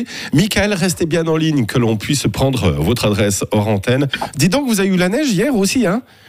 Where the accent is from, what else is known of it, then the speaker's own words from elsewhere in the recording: Le Noirmont, Jura, Switzerland; je suis originaire du Noirmont